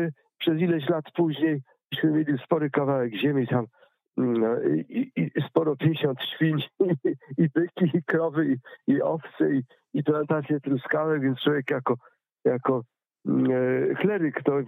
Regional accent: Pomeranian Voivodeship, Poland; mogłem zwiedzać mój rodzinny kraj, Kaszuby.

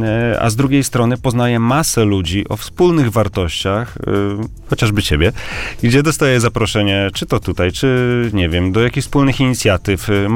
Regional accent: Zielona Góra, Lubusz Voivodeship, Poland; moi to z Podola, dlatego że no, ja pochodzę z Zielonej Góry, także wiadomo. Przesiedleńcy i tak dalej.

